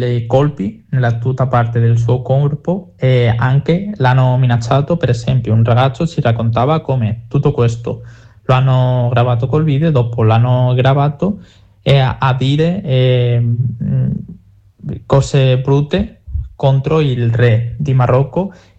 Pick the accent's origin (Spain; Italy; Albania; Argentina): Spain; Italian is a second language; il governo del nostro paese, della città di Ceuta